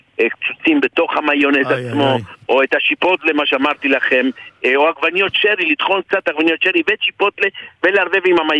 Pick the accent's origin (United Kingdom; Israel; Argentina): Argentina; שאני מאוד אוהב בתור ארגנטינאי, ואהבתי כשהייתי ילד.